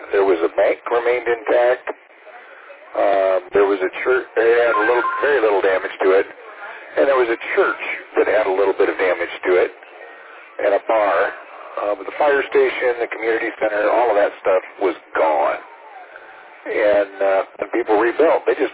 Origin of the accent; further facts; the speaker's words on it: Washington, United States; Now, I was raised in Washington State. I actually used to, basically was a hellion where Microsoft main campus is now. It was just a mile away from where I was raised.